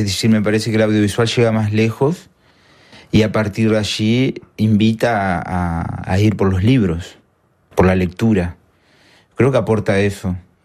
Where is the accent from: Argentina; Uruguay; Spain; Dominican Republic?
Argentina; Entre Ríos; moved away as an adult; now in Paris, France; Yo vengo de Entre Ríos